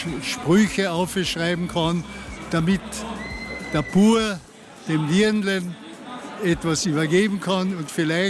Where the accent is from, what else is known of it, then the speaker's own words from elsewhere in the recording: Villach, Carinthia, Austria; Dipsuppen, die wir da traditionell bei uns in Villach kochen, ist das Fleisch nach dem Kochen.